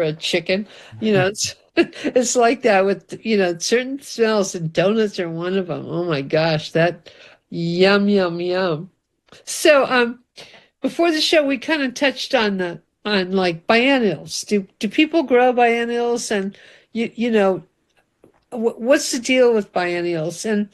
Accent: California, United States; when I grew up in Central California, in our alley

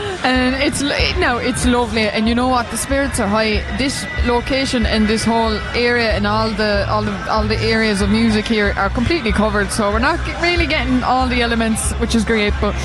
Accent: Cork, Munster, Ireland; So I am from County Cork. I'm from the very north part of Cork. It's a village called Meeling, which is the highest village in Ireland.

